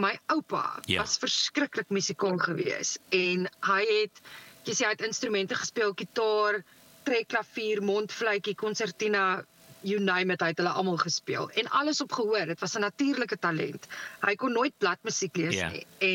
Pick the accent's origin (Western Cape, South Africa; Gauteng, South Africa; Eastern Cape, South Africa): Western Cape, South Africa; Cape Town; Ek is gebore in Panorama Hospitaal. So ek is uit en uit 'n Kaapse meisie, maar ek is verskriklik baie in die Weskus.